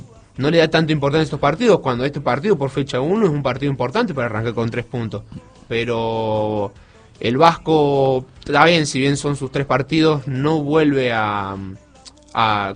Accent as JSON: {"language": "Spanish", "region": "San Luis", "country": "Argentina", "said": "De San Luis, exactamente."}